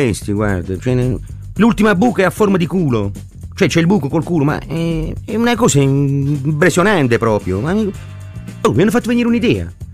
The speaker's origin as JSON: {"language": "Italian", "region": "Apulia", "country": "Italy", "said": "io sono meridionale, sono pugliese"}